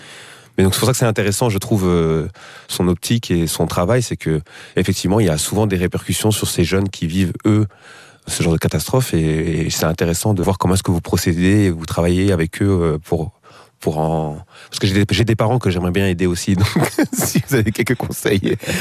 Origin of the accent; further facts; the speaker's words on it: Flanders, Belgium; born there; also born or lived in Benin; Je suis en Belgique depuis 1999, voilà, et ça fait maintenant 26, 27 ans